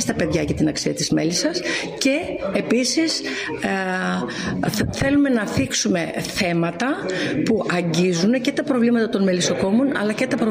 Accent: Thessaly, Greece; Από τη Θεσσαλία, γιατί εγώ προέρχομαι από τη Θεσσαλία και το βλέπω στο χωριό μου

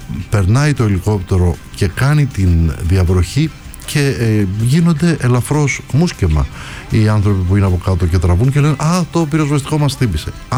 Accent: Kefalonia, Ionian Islands, Greece; όπως το λέγαμε και στο χωριό μου στην Κεφαλονιά

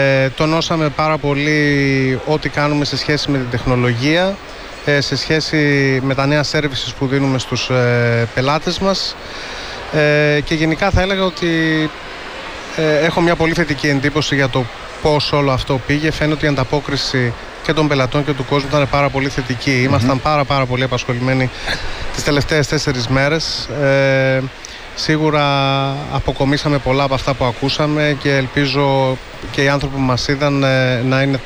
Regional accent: Corfu, Ionian Islands, Greece; Και εγώ νησιώτης είμαι από την Κέρκυρα. Και εγώ γιος ναυτικού είμαι.

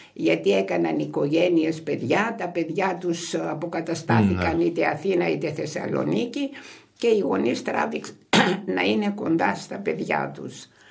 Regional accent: Cyprus; born or raised there; moved away as an adult; now in Kozani, Greece

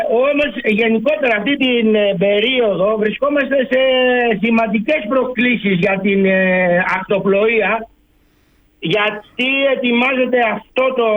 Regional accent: Skyros, Central Greece, Greece; Έχω γεννηθεί εδώ στη Σκύρο, οπότε ως εκ τούτου έχω αυτό το μπλε της θάλασσας, αυτό που μας συνεπήρε βέβαια όλους τους ναυτικούς. Μεγάλωσα μέσα στη θάλασσα, μέσα στις βάρκες, μέσα στα καΐκια.

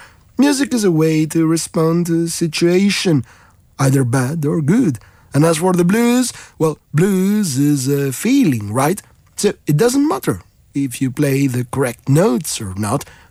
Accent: Greece; But why do I play the blues? I am from Greece, after all.

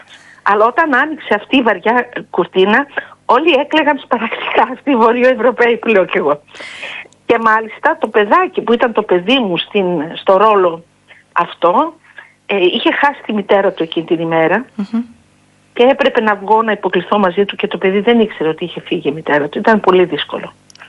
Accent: Veria, Central Macedonia, Greece; Και το άλλο ήταν στην πατρίδα μου τη Βέρεια. Που εγώ είμαι Πόντια στην καταγωγή, αλλά έχω παντρευτεί από τα μέρη σας.

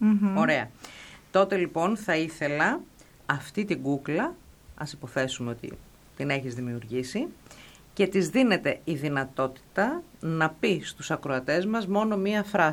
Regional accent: Kalamata, Peloponnese, Greece; λέω σαν Καλαματιανή τώρα

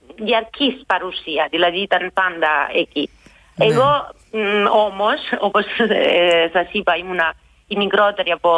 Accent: Apulia, Italy; born there; first language Italian and Salentine dialect; Greek is a second language; moved away; τα αγγλικά δεν είναι η μητρική μου γλώσσα. Δηλαδή, στο σπίτι οι γονείς μου μιλάγανε η άλλη διάλεκτο, η σαλιντινική διάλεκτο, όπως ξέρετε, είμαστε πολύ γλωσσοί εκεί στην Καταταλία.

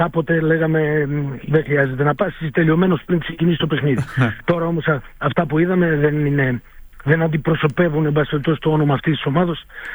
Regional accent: Greece; εμείς που τουλάχιστον είμαστε Έλληνες

